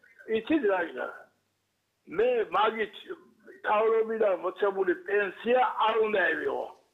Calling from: Batumi, Adjara, Georgia; ბათუმიდან ვარ.

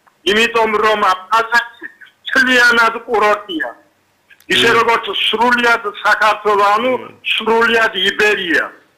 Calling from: Abkhazia, Georgia; მე ერთი ვინმე გირეკავთ, აფხაზეთის წარმომადგენელი, მდინარე კოდორის მარცხენა სანაპიროდან.

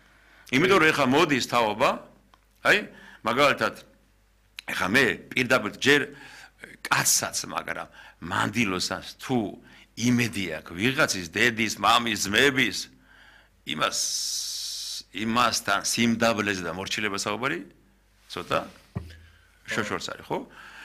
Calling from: Mtskheta-Mtianeti, Georgia; ეხა მე ხევსური ვარ

